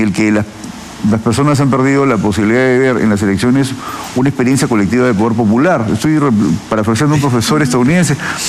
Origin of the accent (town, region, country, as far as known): Peru